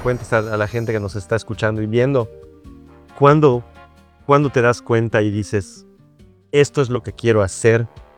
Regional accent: Yucatán, Mexico; nosotros los cantantes yucatecos

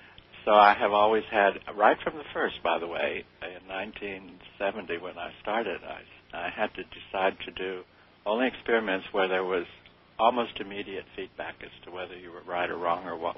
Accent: Telluride, Colorado, United States; born there; I was born in Telluride, Colorado

